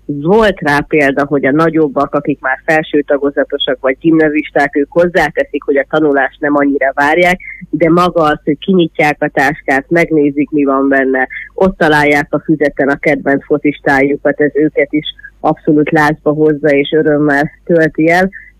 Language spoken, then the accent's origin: Hungarian; Debrecen, Hajdú-Bihar, Hungary; Debreceniként